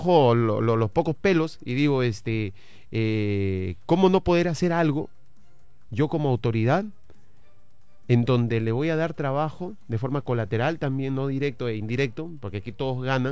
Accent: Peru; somos peruanos

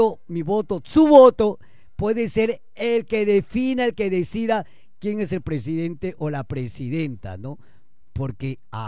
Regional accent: Peru; como peruano, vamos a exigir quien resulte presidente o presidenta que cumpla

